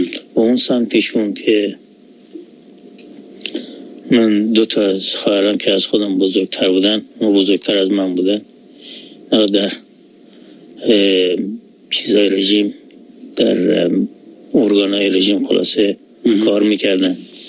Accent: Masjed Soleyman, Khuzestan, Iran; also born or lived in Omidiyeh; ولی خب من دبستان دیگه از مسجد سلیمان شروع کردم.

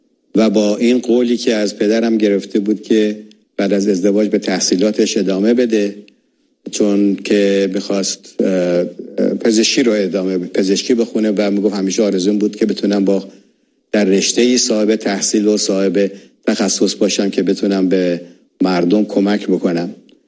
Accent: Iran; moved away; بعد از که من از ایران اومدم، دوتا سفارش کردم به برادرم

